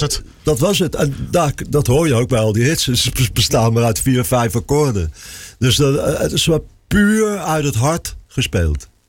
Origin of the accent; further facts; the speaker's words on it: The Hague, South Holland, Netherlands; zoals je weet kom ik uit Den Haag. En ik woonde bij mijn oma in op de Zuidelijkse Kade. Dat is een weg met een sloot ertussen.